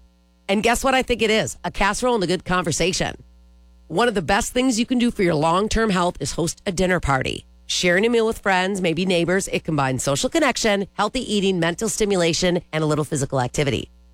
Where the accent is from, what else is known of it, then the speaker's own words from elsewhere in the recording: the South, United States; accent: southern; I just say it like that in my southern accent.